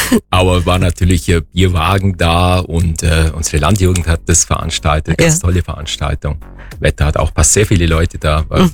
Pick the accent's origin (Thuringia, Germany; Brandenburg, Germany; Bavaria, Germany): Bavaria, Germany; Wildpoldsried; also born or lived in Weiden; Ich war zwar zuerst ein paar Jahre in Weidna, weil meine Eltern Lehrer waren und auch versetzt wurden, wie das so üblich ist bei Lehrer. Das heißt, ich bin in Weidna geboren und die ersten Jahre in Weidna aufgewachsen und dann kamen wir wieder zurück. Mein Elternhaus war schon in Wildpolsried.